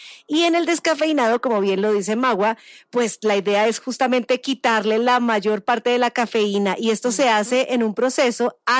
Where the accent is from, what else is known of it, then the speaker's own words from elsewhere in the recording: Colombia; Sí les fallo como colombiana